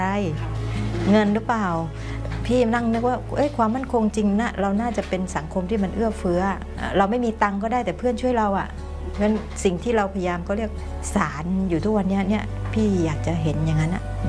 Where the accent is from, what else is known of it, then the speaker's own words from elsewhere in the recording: Thailand; เป็นคนต่างจังหวัดเนาะโตในบ้านนอกค่ะ